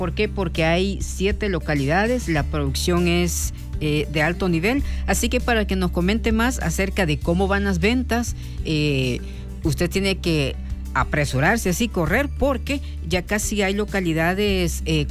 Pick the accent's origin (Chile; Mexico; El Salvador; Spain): El Salvador; realmente como salvadoreños, Gaby, creo que las producciones que se están dando en el país cada vez son mejores.